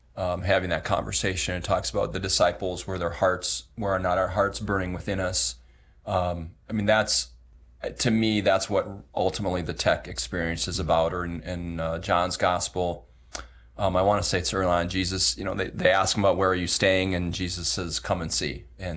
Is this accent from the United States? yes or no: yes; Brookings, South Dakota, United States; I grew up in Brookings. My mom is Catholic. My dad is Methodist.